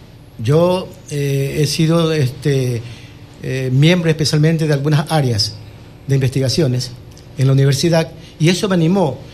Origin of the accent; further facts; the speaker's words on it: Quevedo, Los Ríos, Ecuador; Primeramente soy de Quevedo, nací en Quevedo, 100% quevedeño.